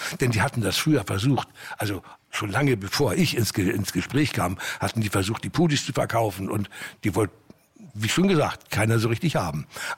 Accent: Hamburg, Germany; ich bin auf dem Kiez eigentlich groß geworden.

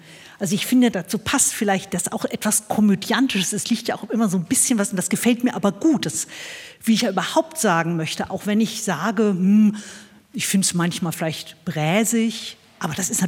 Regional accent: West Germany, Germany; als Westdeutsche dieses Gefühl kenne ich auch.

